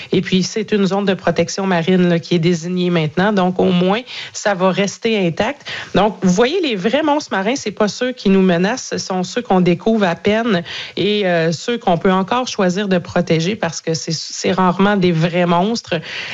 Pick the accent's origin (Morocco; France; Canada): Canada; qui sont ces animaux de chez nous au Canada